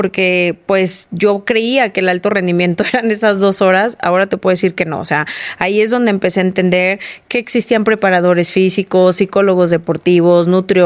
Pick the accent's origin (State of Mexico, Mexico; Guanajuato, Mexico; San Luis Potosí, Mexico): San Luis Potosí, Mexico; yo soy originaria de San Luis Potosí y me tocó verlo entrenar ahí en la loma a Phelps